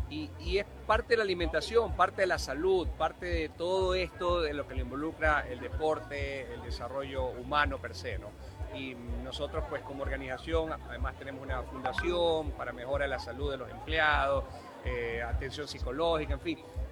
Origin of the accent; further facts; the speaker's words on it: El Oro Province, El Oro, Ecuador; la provincia del Oro, soy de acá, un exportador de aquí, de esta provincia